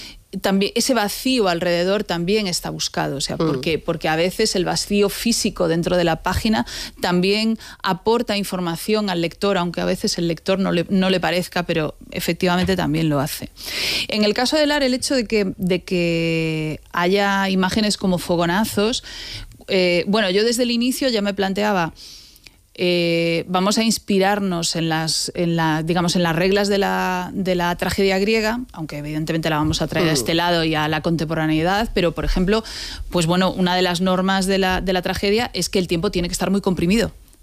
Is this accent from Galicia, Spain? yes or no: yes; A Coruña, Galicia, Spain; soy gallega. Gallega de A Coruña.